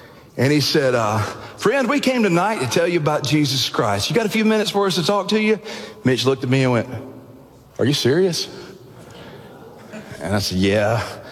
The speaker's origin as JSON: {"language": "English", "region": "Alabama", "country": "United States", "tie": "born or raised there", "said": "I was growing up in Alabama."}